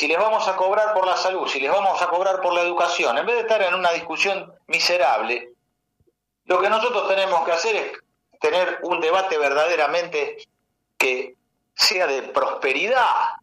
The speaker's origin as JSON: {"language": "Spanish", "country": "Argentina", "said": "Nosotros los argentinos"}